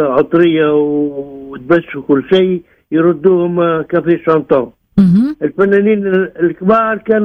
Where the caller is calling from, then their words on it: Sousse, Sousse Governorate, Tunisia; أنا من سوسة